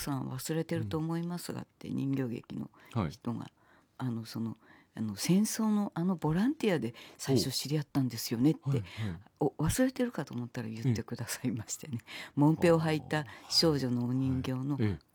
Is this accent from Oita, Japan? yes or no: yes; Hita, Oita, Japan; born or raised there; moved away